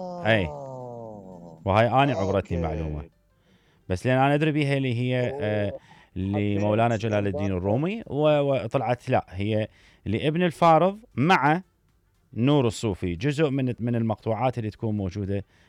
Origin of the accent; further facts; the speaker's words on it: Iraq; المهم الجهتين اللي دخلوا عندنا بالعراق